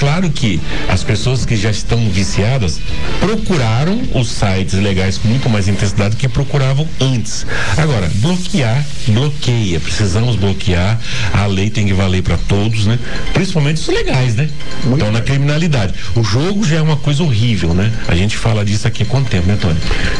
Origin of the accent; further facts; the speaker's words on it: Brazil; nós somos brasileiros